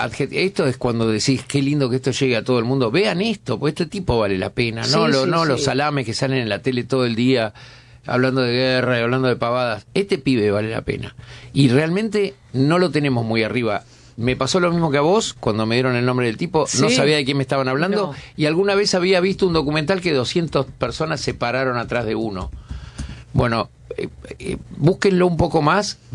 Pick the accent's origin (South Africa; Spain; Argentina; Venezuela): South Africa; Yo soy sudafricano de toda la vida. Nací en Sudáfrica.